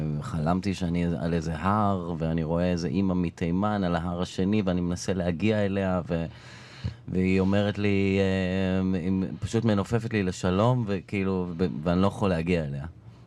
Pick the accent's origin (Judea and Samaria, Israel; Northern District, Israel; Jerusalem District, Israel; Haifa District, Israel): Judea and Samaria, Israel; Elon Moreh; also born or lived in Bat Yam; גם אני נולדתי בבת ים, ואז עברנו מהר מאוד בגיל 5 ללון מורה שם, לפני שזה עוד היה אישיו להיות שם.